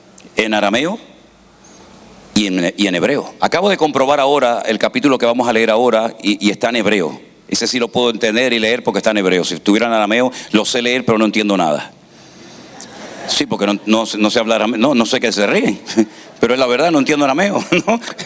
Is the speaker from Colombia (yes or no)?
no; Spain; somos de España.